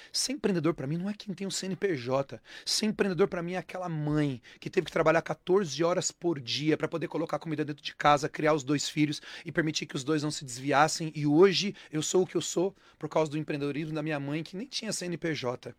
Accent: Taboão da Serra, São Paulo, Brazil; eu morei a minha infância e a minha adolescência toda em Taboão da Serra. No bairro Jardim Salete, na periferia de Taboão da Serra.

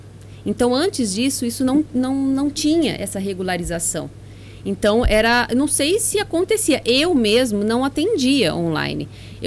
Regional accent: Jaboticabal, São Paulo, Brazil; also born or lived in Ribeirão Preto; eu nasci em Ribeirão Preto, né? Sou Ribeirão Pretana, né? Mas só nasci lá, vivo em Jaboticabal desde sempre. Minha família é toda de lá

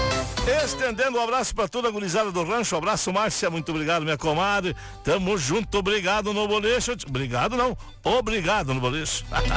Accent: Southern Brazil, Brazil; eu também sou do Sul.

